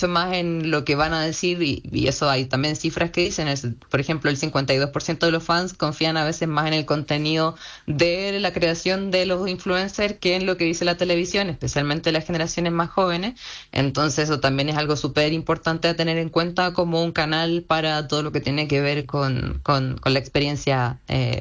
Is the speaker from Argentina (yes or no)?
yes; Argentina; nosotros somos argentinos y obviamente que podemos.